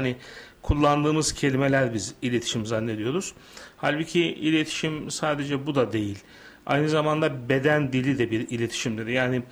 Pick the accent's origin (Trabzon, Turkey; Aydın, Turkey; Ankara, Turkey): Aydın, Turkey; Nazilli; Aydın Nazilliyim. Babamızın memur olması sebebiyle Türkiye'nin birçok ilini, ilçesini ziyaret ettik, gezdik.